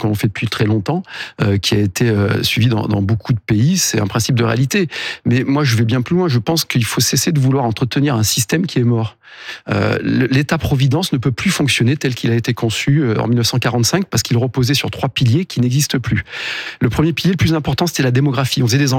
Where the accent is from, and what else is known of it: France